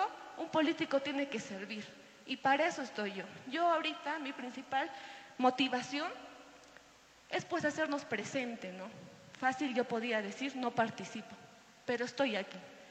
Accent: Yunguyo, Puno, Peru; ¿Que de dónde soy? Soy de Yunguyo.

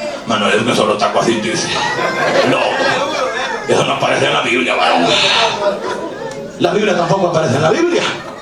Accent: El Salvador; mi país, El Salvador

